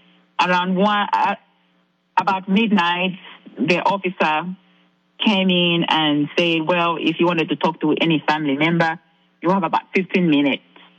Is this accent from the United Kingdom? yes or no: no; Zambia; I am I'm not a U.S. citizen. I'm from Zambia, Africa.